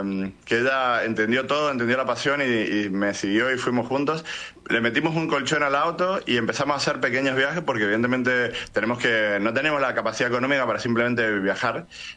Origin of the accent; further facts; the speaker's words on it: Argentina; como Argentina le iba muy mal y habíamos perdido muchas finales